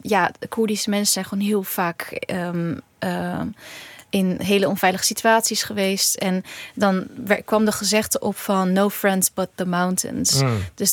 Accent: Rotterdam, South Holland, Netherlands; also born or lived in Gorinchem; En ik ben in Gorinchem geboren. Maar we zijn zo vroeg, toen ik 2 was, was ik daar al. Dus voor mij ben ik in Rotterdam geboren.

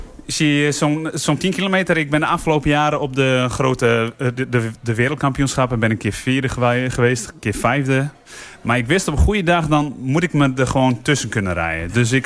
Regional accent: Friesland, Netherlands; als Fries zijnde

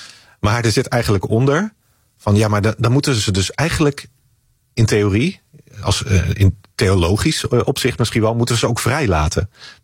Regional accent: Netherlands

